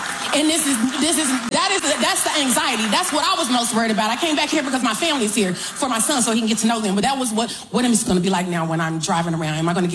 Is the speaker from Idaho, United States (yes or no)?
no; Dallas, Texas, United States; I'm from South Oak Cliff.